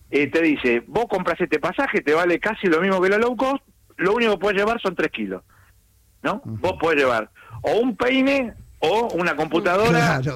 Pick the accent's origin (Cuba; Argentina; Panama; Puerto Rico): Argentina; soy argentino yo también